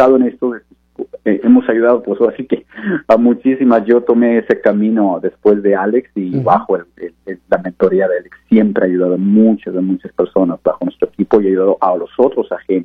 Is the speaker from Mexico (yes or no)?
yes; Mexico City, Mexico; also born or lived in Minnesota; now in Seattle, United States; Mira, original de la Ciudad de México, que viví después, estuve ahí como por 15 años, después vine a Estados Unidos con mucha prisa originalmente, y llegué a Minnesota, y ahí estuve más de 22 años